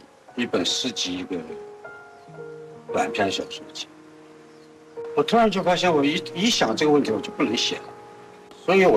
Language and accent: Chinese; China; 我们中国人的历史观有点过于加工